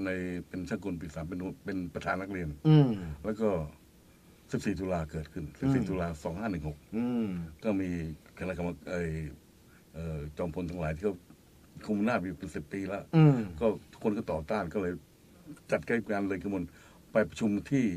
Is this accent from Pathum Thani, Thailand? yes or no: no; Bangkok, Thailand; born there; ผมเกิดที่กรุงเทพนี่แหละ